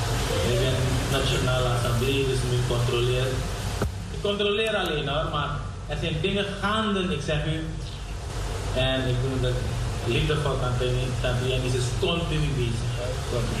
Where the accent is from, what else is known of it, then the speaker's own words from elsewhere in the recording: Delft, South Holland, Netherlands; En natuurlijk heb ik ook met de mensen hier in Delft, van waar ik kom.